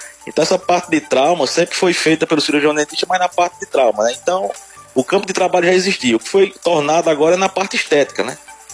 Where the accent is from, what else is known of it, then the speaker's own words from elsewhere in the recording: Serra Talhada, Pernambuco, Brazil; moved away; Você tem noção, eu sou de Serra Talhada, na época que eu saí não tinha nenhum, hoje já tem 2.